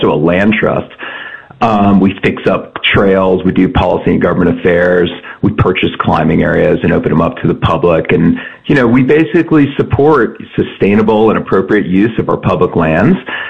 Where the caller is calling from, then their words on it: Estes Park, Colorado, United States; out in Rocky Mountain National Park, where I'm calling in from Estes Park